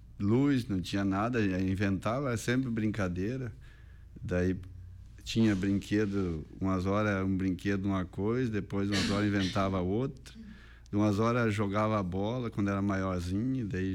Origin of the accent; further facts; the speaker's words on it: Espumoso, Rio Grande do Sul, Brazil; born there; Nasci em Espumoso, em 64.